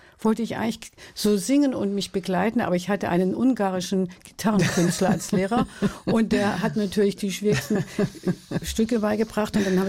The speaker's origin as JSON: {"language": "German", "region": "Baden-Württemberg", "country": "Germany"}